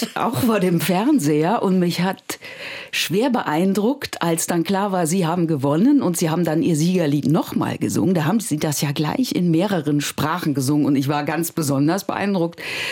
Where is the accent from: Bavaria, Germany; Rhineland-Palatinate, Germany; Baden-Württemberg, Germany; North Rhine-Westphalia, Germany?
North Rhine-Westphalia, Germany; Bonn; Ich komme aus Bonn